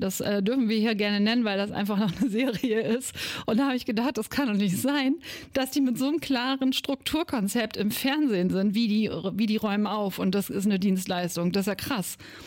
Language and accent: German; Schortens, Lower Saxony, Germany; Ich komme aus Schortens. Ich bin in Friesland, also in Schortens, auch groß geworden. Ich werde dieses Jahr 45